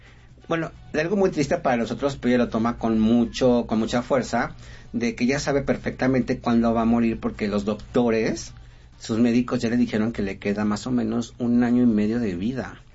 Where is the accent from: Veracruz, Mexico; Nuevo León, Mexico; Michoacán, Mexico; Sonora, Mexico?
Michoacán, Mexico; Allá. Ah, yo soy de Michoacán.